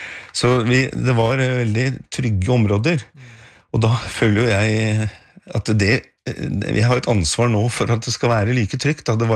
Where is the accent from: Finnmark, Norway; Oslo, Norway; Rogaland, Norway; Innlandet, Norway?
Oslo, Norway; born or raised there